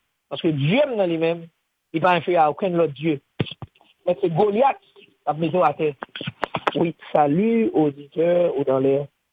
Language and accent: French; Port-au-Prince, Ouest, Haiti; on a grandi dans Port-au-Prince, les années 80, 81, peut-être, 82.